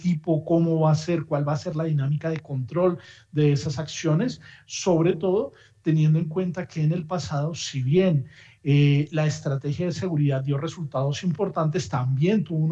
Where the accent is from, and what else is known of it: Colombia